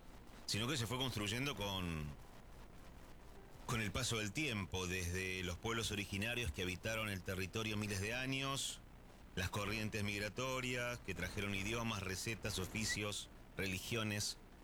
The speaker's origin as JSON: {"language": "Spanish", "country": "Argentina"}